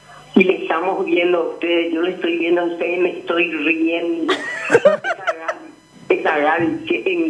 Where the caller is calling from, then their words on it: Fernando de la Mora, Central, Paraguay; Yo soy de Fernando.